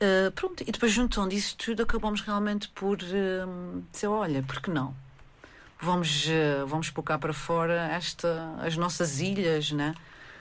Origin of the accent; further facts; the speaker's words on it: Azores, Portugal; now in Santa Maria, Azores, Portugal; eu não sou Mariense, eu não sou de Santa Maria. Eu sou Miquelense, eu sou de São Miguel. A minha casa realmente agora é Santa Maria, mas a minha casa, né, a minha família, as minhas raízes estão lá. Okay? Por isso eu sou de lá e continuo a ser de lá.